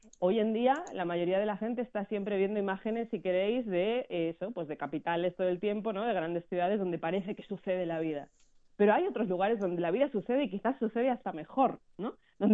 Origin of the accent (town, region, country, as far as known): Spain; moved away; also born or lived in Buenos Aires, Argentina